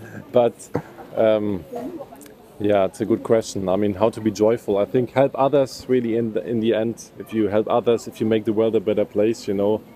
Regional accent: Germany

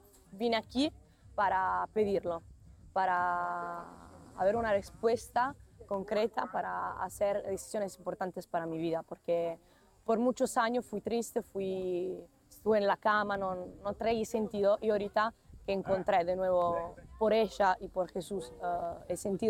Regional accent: Italy; Spanish is a second language; tengo 20 años. Soy de Italia y estoy aquí en Medjugorje por la segunda vez

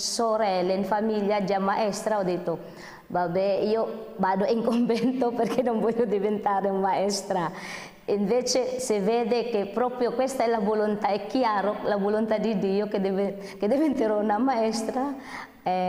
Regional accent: Philippines; Italian is a second language; moved away as an adult; now in Italy; Sono una filippina e appartengo delle sue povere figlie di Maria Santissima Incoronata

